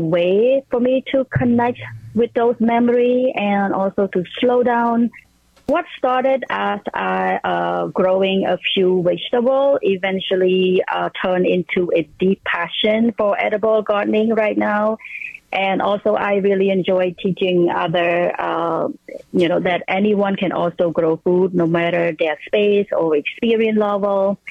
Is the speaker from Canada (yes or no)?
no; Cambodia; moved away; I grew up in Cambodia, we in the Southeast Asia.